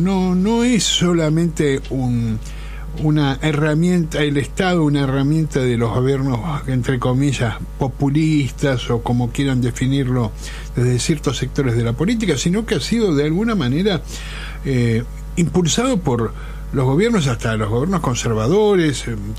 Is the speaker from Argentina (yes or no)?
yes; Buenos Aires, Argentina; digo los porteños porque soy porteño